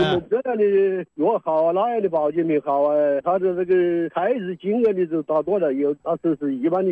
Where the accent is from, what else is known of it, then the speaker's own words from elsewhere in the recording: Hanchuan, Hubei, China; now in Wuhan, China; 我的老家是汉川